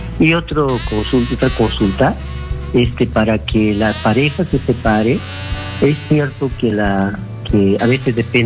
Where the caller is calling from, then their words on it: Yungay, Ancash, Peru; yo llamo de Ancas, Yungay.